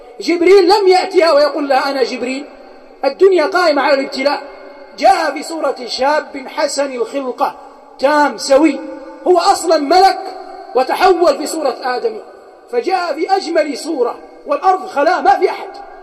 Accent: Hejaz, Saudi Arabia; عندنا في الحجاز

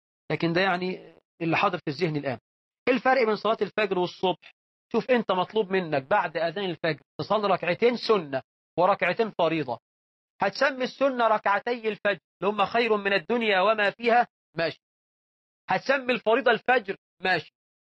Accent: Egypt

